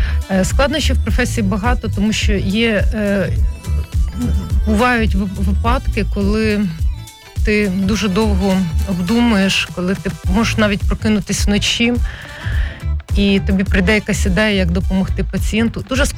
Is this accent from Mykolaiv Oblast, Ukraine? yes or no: no; Vinnytsia, Vinnytsia Oblast, Ukraine; Це, я казала, рідні будівлі і вулиці. І це місце, де ти народився і виріс, і тому, як би доля не склалася, Вінницю завжди буде тягнути, і вона буде викликати позитивні емоції, тому що це найкраще місто на землі.